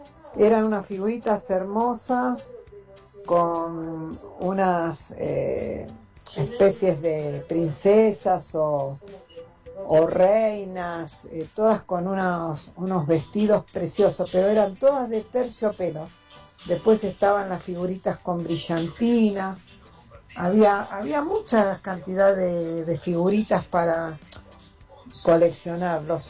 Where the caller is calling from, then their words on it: Isidro Casanova, Buenos Aires Province, Argentina; de Casanova.